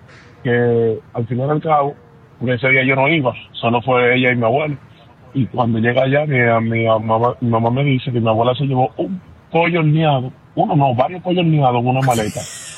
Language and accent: Spanish; Santo Domingo, Distrito Nacional, Dominican Republic